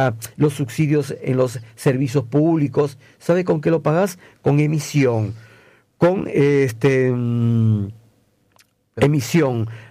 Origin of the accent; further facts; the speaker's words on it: Peru; now in Argentina; yo soy peruano